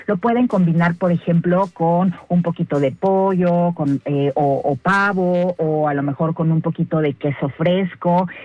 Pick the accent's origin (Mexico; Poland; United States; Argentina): Mexico